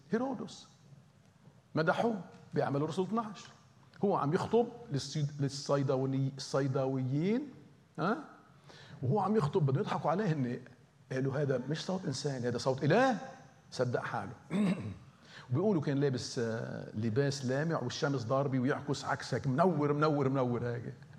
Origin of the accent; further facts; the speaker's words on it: Lebanon; accent: Lebanese; نحن من لبنان بنقولها عادي